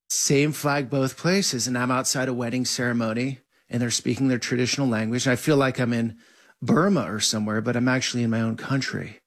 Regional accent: Vermont, United States; moved away; also born or lived in California; this is a totally different world. than where I grew up in Vermont or lived most of my adult life in California.

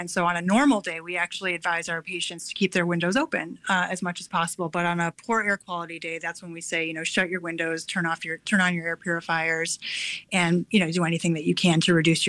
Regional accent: Milwaukee, Wisconsin, United States; I'm from Milwaukee myself, so very nice to have the opportunity to talk to a fellow Wisconsinite.

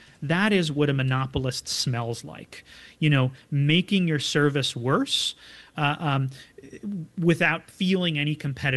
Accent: Binghamton, New York, United States; You know, Josh Riley, up in my hometown of Binghamton, New York

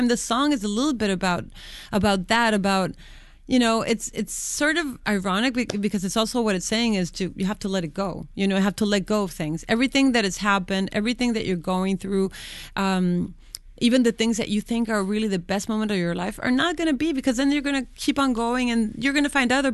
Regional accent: Tijuana, Baja California, Mexico; But then I grew up there.

